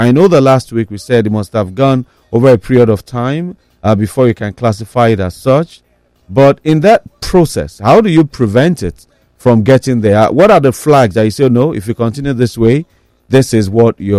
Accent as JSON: {"language": "English", "country": "Nigeria", "said": "as a Nigerian, as an average person who has been in the rain"}